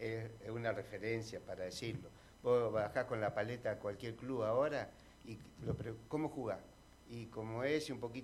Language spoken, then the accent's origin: Spanish; San Rafael, Mendoza, Argentina; en mi pueblo, que yo soy de San Rafael.